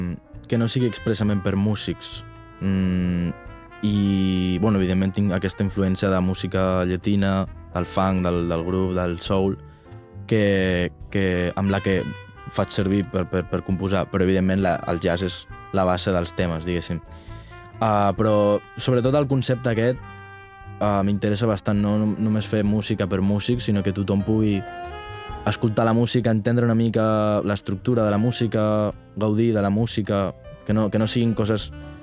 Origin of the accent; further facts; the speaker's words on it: Aragon, Spain; A Aragó, d'on soc jo